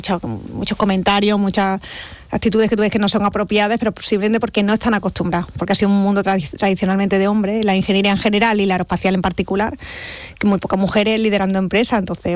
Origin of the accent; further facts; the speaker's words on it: Andalusia, Spain; nosotros somos andaluces.